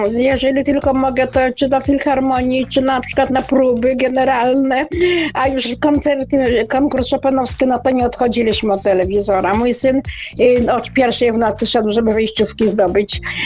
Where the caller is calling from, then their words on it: Warsaw, Masovian Voivodeship, Poland; Ja mieszkam na Warszawskiej Woli, parafia Dobrego Pasterza.